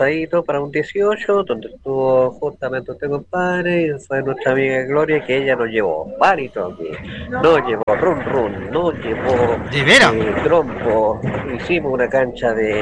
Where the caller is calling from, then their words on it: Chile; al final soy chileno porque vivo en los arrabales y no vivo allá en las tres comunas